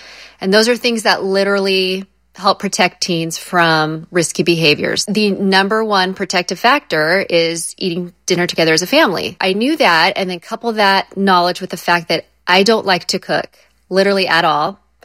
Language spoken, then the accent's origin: English; California, United States; I'm from Southern California.